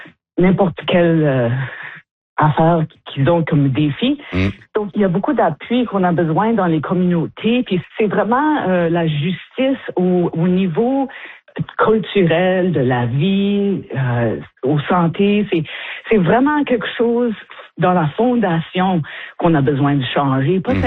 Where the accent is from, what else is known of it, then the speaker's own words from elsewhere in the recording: Sudbury, Ontario, Canada; Moi, je viens de Sudbury